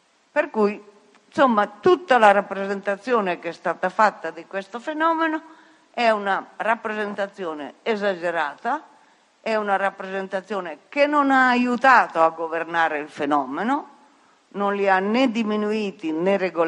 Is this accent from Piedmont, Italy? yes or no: yes; Piedmont, Italy; Io sono piemontese